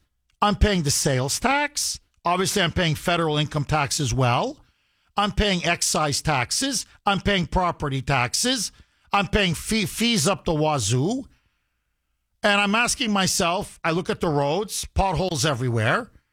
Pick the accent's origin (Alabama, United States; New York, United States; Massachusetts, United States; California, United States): Massachusetts, United States; And I'm an American, born, raised on the Cape, 40 years.